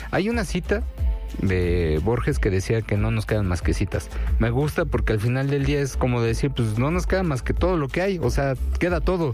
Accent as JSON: {"language": "Spanish", "country": "Mexico", "said": "incluso como mexicanos hemos exportado nuestras propias reglas"}